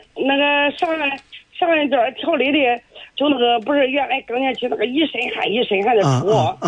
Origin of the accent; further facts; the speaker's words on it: Dezhou, Shandong, China; 我是山东的，咱老家山东的。